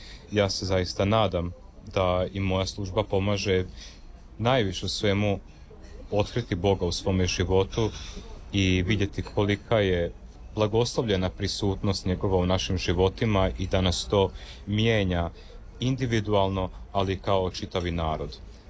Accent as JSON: {"language": "Croatian", "country": "Croatia", "moved": "yes", "lives_now": "Adelaide, Australia", "said": "Redovni blagoslov kuća se obavlja otprilike u istome terminu kada je kod nas u Hrvatskoj"}